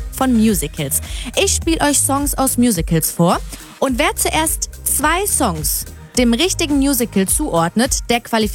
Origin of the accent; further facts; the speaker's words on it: Melsungen, Hesse, Germany; moved away; Ich komme nämlich eigentlich aus Melsung.